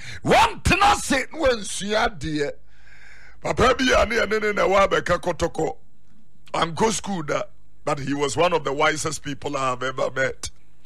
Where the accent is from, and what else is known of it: Accra, Greater Accra, Ghana; born there